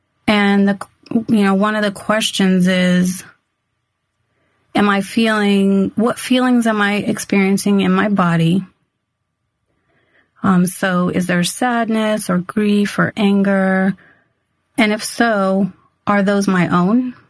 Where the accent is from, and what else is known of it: Yuma, Arizona, United States; born or raised there